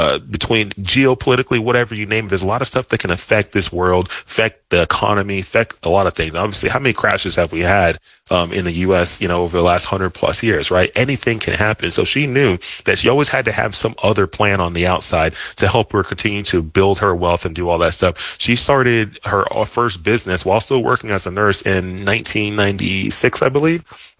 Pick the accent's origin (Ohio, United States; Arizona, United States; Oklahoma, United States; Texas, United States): Texas, United States; Dallas; I grew up in Dallas, Texas. Both of my parents immigrated from Nigeria to the U.S. Like in the early 80s.